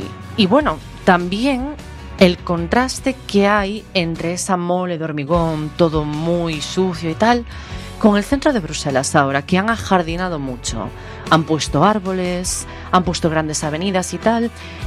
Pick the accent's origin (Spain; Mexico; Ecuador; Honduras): Spain; Galicia; now in Brussels, Belgium; como español y como gallego también.